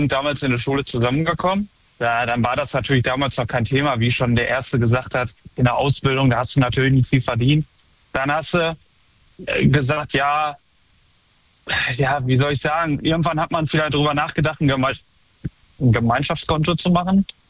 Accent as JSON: {"language": "German", "town": "Unna", "region": "North Rhine-Westphalia", "country": "Germany", "said": "Ja, ich komme aus Unna, das ist bei Dortmund."}